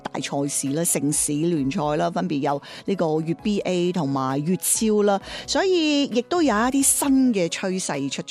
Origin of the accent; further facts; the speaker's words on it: Jiangmen, Guangdong, China; 我家乡江门